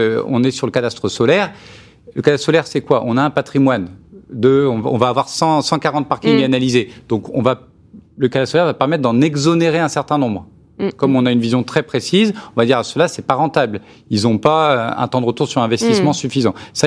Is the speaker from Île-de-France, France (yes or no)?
no; Chambéry, Auvergne-Rhône-Alpes, France; je viens de Chambéry